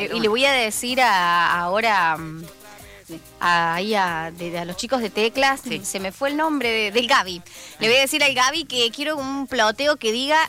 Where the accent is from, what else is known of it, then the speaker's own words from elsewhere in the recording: Argentina; somos todos argentinos